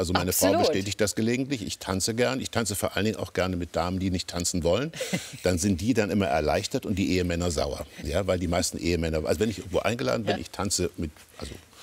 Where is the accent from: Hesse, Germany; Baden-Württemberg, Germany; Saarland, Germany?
Hesse, Germany; Kassel; moved away; ich komme aus Kassel, das war eine tolle Mutter, ein furchtbarer Vater, es war eine kleine Wohnung